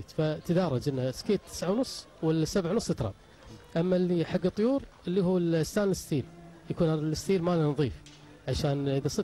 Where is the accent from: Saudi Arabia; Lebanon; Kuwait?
Kuwait; احنا بالكويت